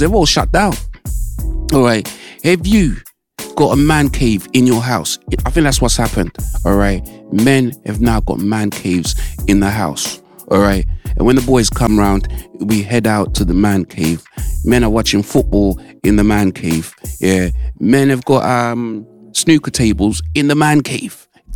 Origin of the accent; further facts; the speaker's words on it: United Kingdom; I grew up on Mile Road area. You must have gone John Bunyan. John Bunyan just like me.